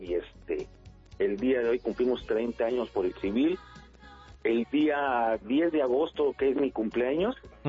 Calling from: Mexico City, Mexico; De la Gustavo Madero de Santa Rosa.

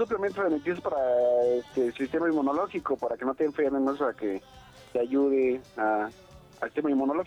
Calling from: Tizayuca, Hidalgo, Mexico; yo soy de Tizayuca, Hidalgo.

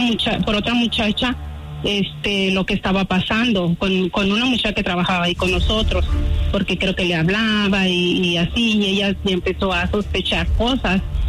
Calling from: Denver, Colorado, United States; De Denver, Colorado.

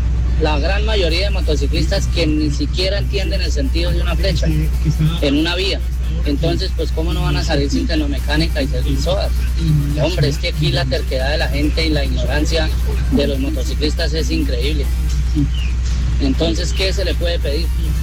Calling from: Villavicencio, Meta, Colombia; Yo escucho y recomiendo Tropicana, la de aquí de Villavicencio.

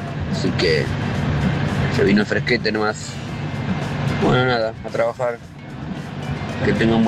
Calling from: Monte Grande, Buenos Aires Province, Argentina; de Montegrande, saludo a todos. Mucho frío, muchacho, acá en Montegrande

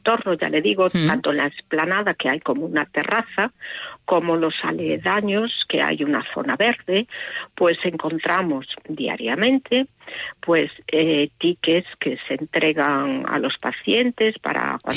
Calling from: Pontevedra, Galicia, Spain; de Pontevedra.

